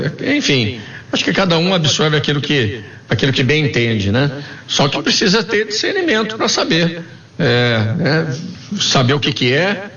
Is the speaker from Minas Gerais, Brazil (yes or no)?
no; Campinas, São Paulo, Brazil; nós que somos da cidade de Campinas